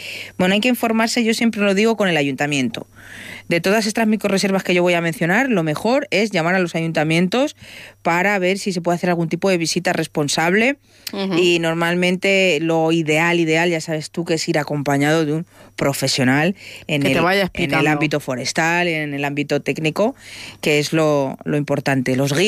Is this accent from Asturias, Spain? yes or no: no; Anchuras, Castilla-La Mancha, Spain; Bueno, yo los he visto ahí en mi pueblo, en Anchuras